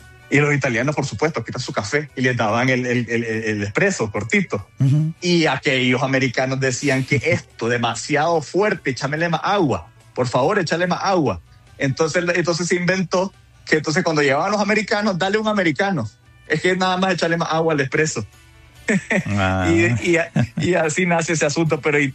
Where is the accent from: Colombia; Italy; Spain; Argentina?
Colombia; seguir promoviendo el consumo de esta bebida, que es parte de nuestra cultura como colombiano